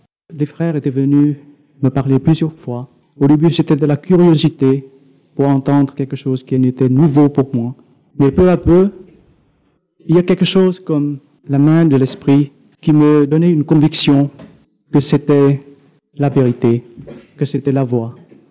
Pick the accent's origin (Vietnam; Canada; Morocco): Vietnam; moved away as an adult; Je viens du Vietnam et vous le savez tous, c'est une terre meurtrie, c'est une terre de souffrance. Et à l'âge de 18 ans, lorsque j'avais quitté mon pays en 68